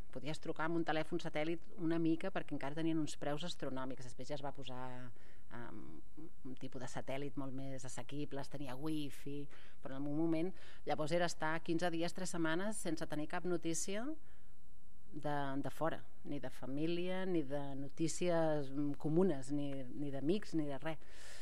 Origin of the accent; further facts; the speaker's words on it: El Masnou, Catalonia, Spain; born there; Jo vaig néixer aquí a Masnou i des de casa amb uns pares es veu el mar quasi des de cada racó del pis.